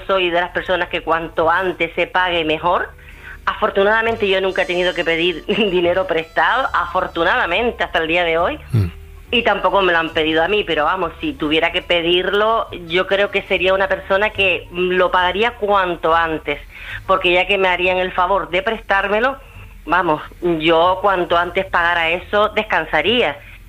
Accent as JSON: {"language": "Spanish", "region": "Canary Islands", "country": "Spain", "said": "Yo que soy una canariona, yo estoy enamorada de mi tierra, porque soy una enamorada de mi tierra y de todas mis islas"}